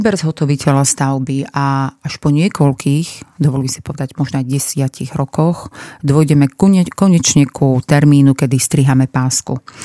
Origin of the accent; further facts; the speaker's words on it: Prešov, Prešov Region, Slovakia; my Prešovčania, ktorí máme trvalý pobyt v meste Prešov